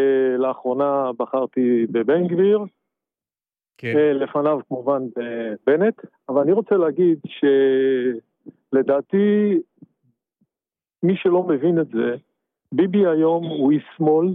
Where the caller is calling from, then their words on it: Holon, Tel Aviv District, Israel; אני גר בחולון